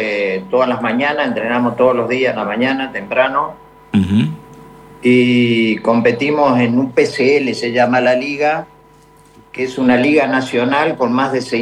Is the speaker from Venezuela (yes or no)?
no; Curuzú Cuatiá, Corrientes, Argentina; moved away as an adult; also born or lived in Monte Caseros, Argentina; now in Miami, United States; Soy nacido en Monte Casero y criado en Curuzú. Ah. Es decir, a partir de los 9 años nos fuimos a vivir a Curuzú y después ahí hice toda mi vida, ¿no?